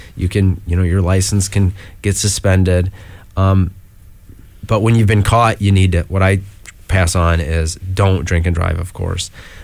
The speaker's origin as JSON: {"language": "English", "country": "United States", "tie": "born or raised there", "said": "I grew up just outside of Bowling Green, and mm-hmm. that's where I did a lot of driving."}